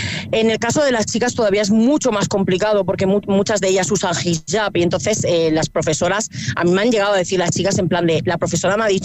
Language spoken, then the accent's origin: Spanish; Bilbao, Basque Country, Spain; moved away; Yo vengo de Bilbao, de una interculturalidad total